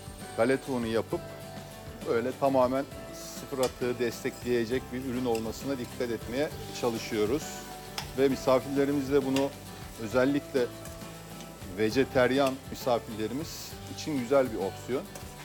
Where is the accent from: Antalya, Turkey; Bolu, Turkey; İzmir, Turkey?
Bolu, Turkey; Bolu bölgesinde biz yoğurtla çok böyle ürünler çıkarırız.